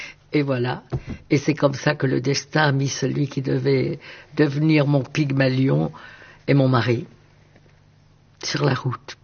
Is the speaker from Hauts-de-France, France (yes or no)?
yes; Hauts-de-France, France; accent: Northern French; D'abord, me faire perdre mon accent du Nord, qu'il a fallu que je reprenne.